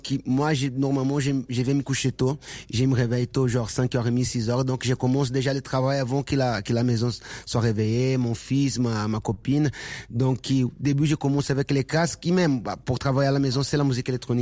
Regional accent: Brazil; French is a second language; moved away; c'est seulement parce que je viens de Brésil?

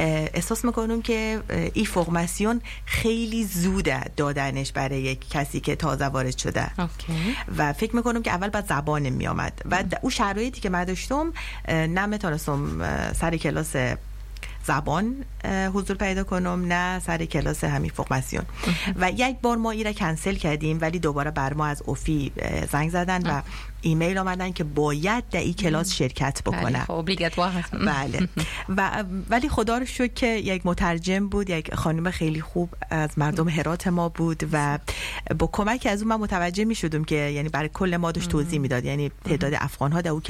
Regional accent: Iran; moved away as an adult; now in France; کلا ما در ایران در دنیا آمدیم و بزرگ شدیم،

